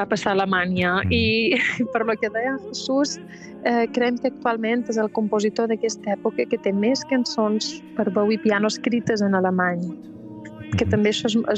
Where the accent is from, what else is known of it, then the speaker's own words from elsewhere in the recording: Pollença, Balearic Islands, Spain; Pollença, que també és el meu poble d'aquí on jo som